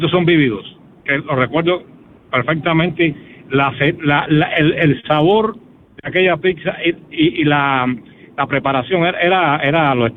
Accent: Colón, Matanzas, Cuba; born there; Vivía frente a mi casa en Colón.

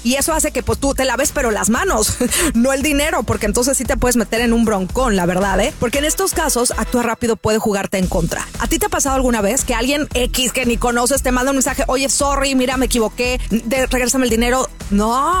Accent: Mexico

